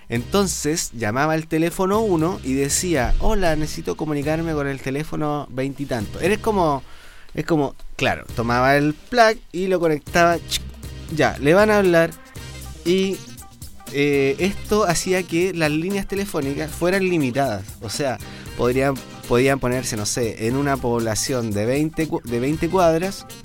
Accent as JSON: {"language": "Spanish", "country": "Chile"}